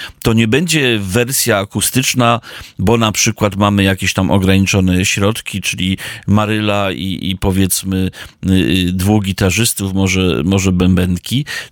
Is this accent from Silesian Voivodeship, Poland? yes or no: yes; Żory, Silesian Voivodeship, Poland; Już zanotowałem, bo wiesz, ja jestem z Żor, a z Rybnikiem mam bardzo miłe wspomnienia, bo chodziłem tam do szkoły muzycznej.